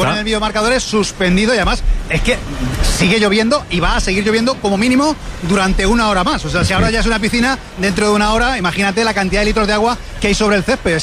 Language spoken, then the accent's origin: Spanish; Mislata, Valencian Community, Spain; porque en Paterna, Mislata, mi pueblo, en Alacuas, en Aldaya, está lloviendo igual de forma intensa